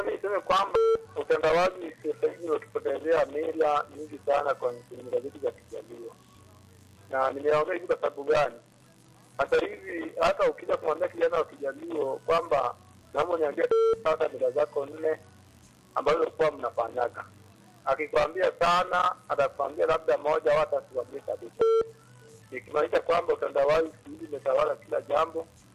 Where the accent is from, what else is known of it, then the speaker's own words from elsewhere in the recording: Kenya; nikasi kwamba mimi kwangu binafsi kama mjaluo na sipendi hata kabisa kuzipoteza.